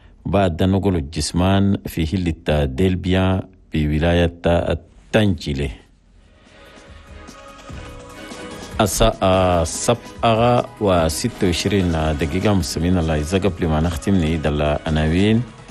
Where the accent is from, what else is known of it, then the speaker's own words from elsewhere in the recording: Chad; في بلدنا تشاد.